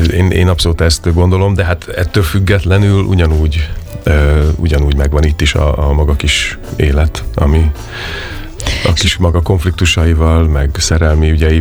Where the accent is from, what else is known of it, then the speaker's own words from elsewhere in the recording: Debrecen, Hajdú-Bihar, Hungary; moved away as an adult; én debreceni vagyok